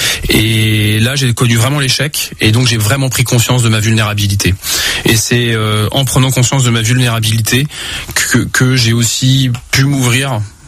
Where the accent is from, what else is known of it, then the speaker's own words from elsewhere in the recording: Pays de la Loire, France; now in Vannes, France; dans le Maine-et-Loire, là où j'ai grandi, où mes parents avaient encore leur maison à cette époque-là.